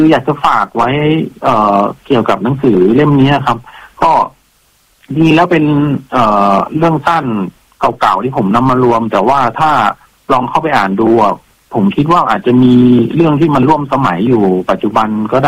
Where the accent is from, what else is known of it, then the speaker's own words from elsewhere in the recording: Saraburi, Thailand; เขาเป็นคนสระบุรีเหมือนกับผมคือผมเมื่อเกิดที่สระบุรี